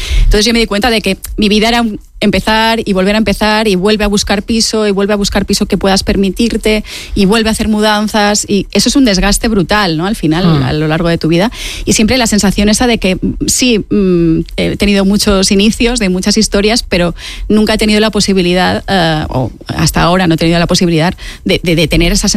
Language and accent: Spanish; Balearic Islands, Spain; moved away as an adult; now in Barcelona, Spain; Es verdad que yo soy de Mallorca, Mallorca, pero yo dejé Mallorca con 18 años y llevo 30 años viviendo en Barcelona